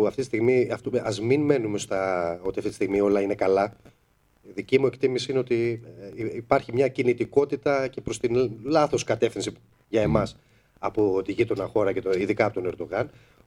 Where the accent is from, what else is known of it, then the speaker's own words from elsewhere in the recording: Greece; σαν Έλληνες πολίτες πάνω απ' όλα εμείς